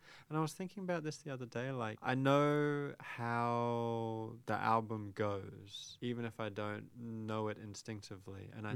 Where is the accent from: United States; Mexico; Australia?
Australia; Brisbane, Queensland; moved away as an adult; also born or lived in London / England; now in Taipei, Taiwan; I spent like from 6 to 23 in Brisbane, so I think that's where like my most formative years were. But it's hard to really say where I'm from. So I usually just say I grew up in Brisbane.